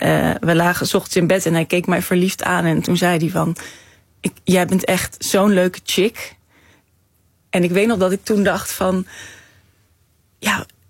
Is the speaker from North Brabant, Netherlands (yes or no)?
no; Grosthuizen, North Holland, Netherlands; heb de afgelopen jaren heel veel onderzoek gedaan en heel veel tijd doorgebracht met de kippen in mijn geboortedorp Grosthuizen.